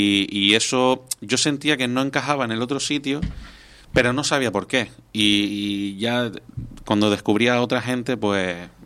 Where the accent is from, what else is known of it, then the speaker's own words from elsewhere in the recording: Telde, Canary Islands, Spain; en Telde, de donde soy